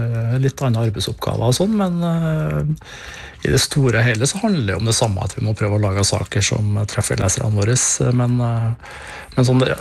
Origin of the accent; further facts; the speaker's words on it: Trøndelag, Norway; now in Hadeland, Norway; Så jeg har bodd her nå i 15... Ja, over det. 17-18 år. Men jeg er trønder, ja. For all del.